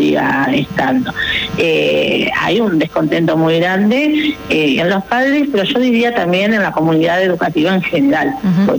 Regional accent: Entre Ríos, Argentina; como argentinos y como entrerrianos

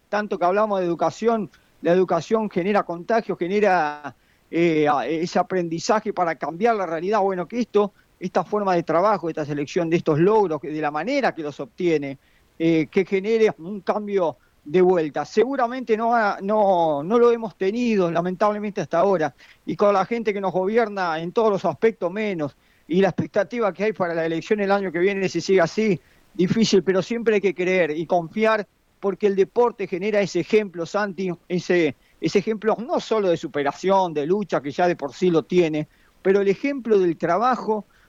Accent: Argentina; somos argentinos, que tenemos esa coincidencia y esas raíces.

